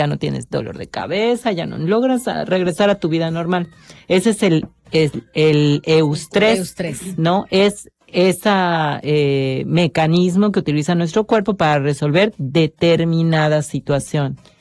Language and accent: Spanish; Yucatán, Mexico; Y como buenos yucatecos, todo lo dejamos en último momento